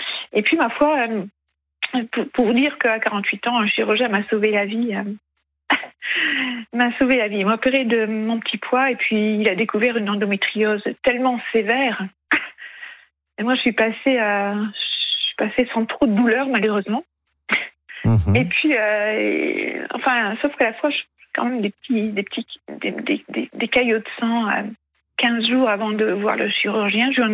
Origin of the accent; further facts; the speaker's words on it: Hauts-de-France, France; je disais à Florian que je suis native du Pas-de-Calais